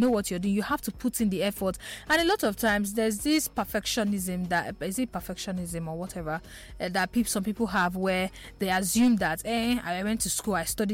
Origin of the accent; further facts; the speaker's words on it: Enugu, Enugu State, Nigeria; from Enugu. Okay. Okay. From Enugu.